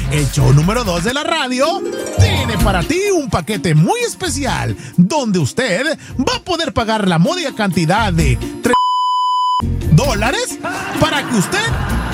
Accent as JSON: {"language": "Spanish", "town": "Guasave", "region": "Sinaloa", "country": "Mexico", "tie": "born or raised there", "moved": "yes", "said": "yo me acuerdo cuando estaba morro que. Uh-huh. Allá de donde soy yo, de Sinaloa, de Estación Capoma, Guasave, Sinaloa, México."}